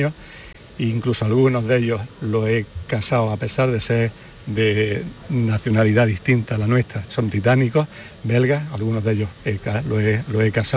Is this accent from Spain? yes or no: yes; Bédar, Andalusia, Spain